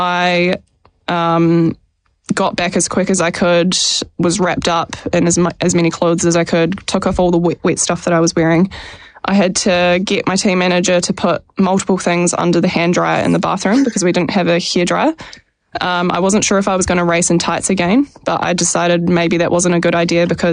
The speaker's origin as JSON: {"language": "English", "country": "New Zealand", "said": "we come from New Zealand. We're used to these conditions. Like, we've run in Dunedin in 10 degrees weather"}